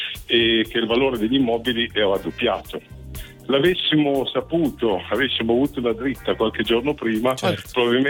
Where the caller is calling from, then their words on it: Asti, Piedmont, Italy; Sono qui ad Asti, da casa